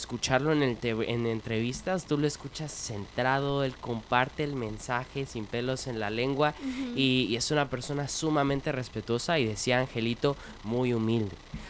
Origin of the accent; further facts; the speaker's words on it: Mexico; nos sentimos orgullosos de ser mexicanos